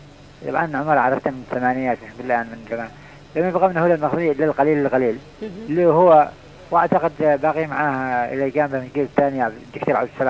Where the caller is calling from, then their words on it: Aden, Yemen; عندنا في عدن المنتديات الثقافية